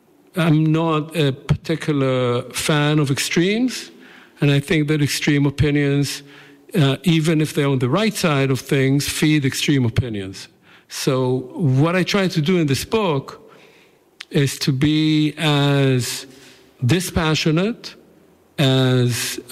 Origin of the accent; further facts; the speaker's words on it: Israel; I was born in Israel in the 1950s, mid-1950s, so I'm a member of the first generation born in the state of Israel after it was established. And I was raised in what would be called a Zionist home.